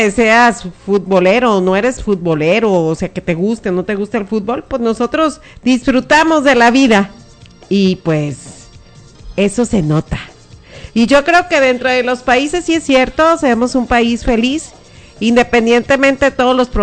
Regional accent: Mexico

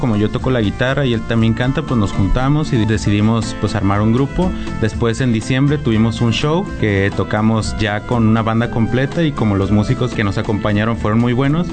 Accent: Guadalajara, Jalisco, Mexico; born there; now in Nayarit, Mexico; yo nací en Guadalajara

